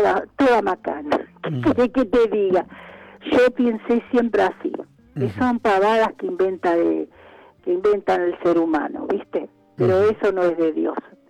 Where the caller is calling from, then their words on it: Bernal, Buenos Aires Province, Argentina; de Bernal.